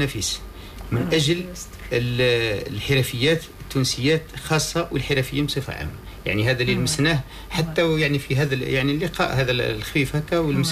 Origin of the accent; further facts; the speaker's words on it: Algeria; وإحنا بصفتنا كجزائريين